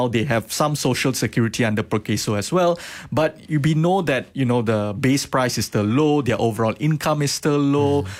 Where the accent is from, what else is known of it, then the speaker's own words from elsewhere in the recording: Johor Bahru, Johor, Malaysia; Kempas, that's my hometown